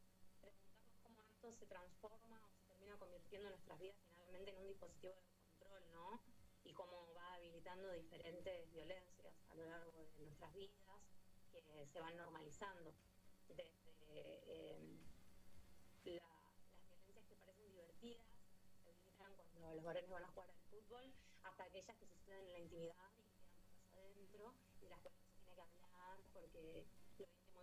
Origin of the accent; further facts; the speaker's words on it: Cinco Saltos, Río Negro, Argentina; Cinco Saltos, la ciudad donde yo nací y de donde yo vengo. Así que también estoy muy ansiosa de poder encontrarme con la gente que me vio crecer, con gente del mismo lugar donde yo crecí